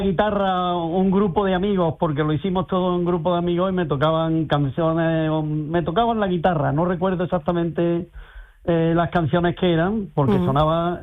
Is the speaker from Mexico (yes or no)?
no; Córdoba, Andalusia, Spain; porque yo vivo en Córdoba, soy de Córdoba.